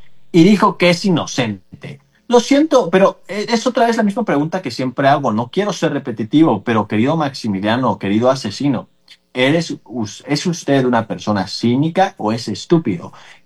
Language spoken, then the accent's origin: Spanish; Mexico; soy un mal mexicano en ese sentido